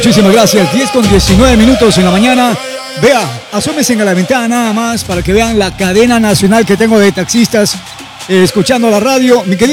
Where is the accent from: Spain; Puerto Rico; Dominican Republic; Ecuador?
Ecuador; Todavía queda la fe como ecuatoriano